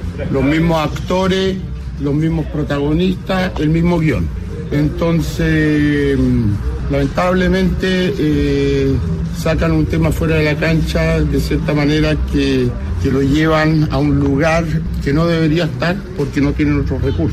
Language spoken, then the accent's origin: Spanish; Puerto Montt, Los Lagos, Chile; Como dicen en mi tierra, en Puerto Montt, al que le quede bueno el poncho, que se lo ponga.